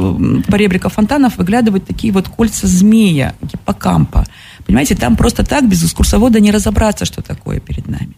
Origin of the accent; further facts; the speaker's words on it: Kopeysk, Chelyabinsk Oblast, Russia; Да, это улица в моем родном городе Копейске.